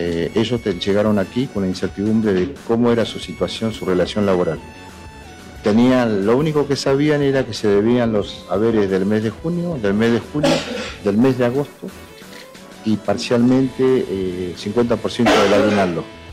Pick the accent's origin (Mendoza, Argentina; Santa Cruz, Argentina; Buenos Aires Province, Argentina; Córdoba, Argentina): Santa Cruz, Argentina; Caleta Olivia; lo conozco porque soy de Caleta Olivia